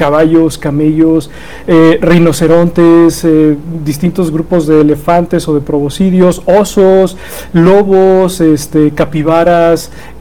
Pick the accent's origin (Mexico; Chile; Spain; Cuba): Mexico; Querétaro; Soy queretano, queretano, sí.